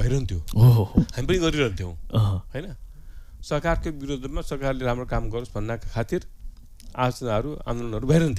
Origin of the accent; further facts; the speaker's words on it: Kathmandu, Bagmati, Nepal; म नेपालको काठमाडौँको पनि भानेश्वर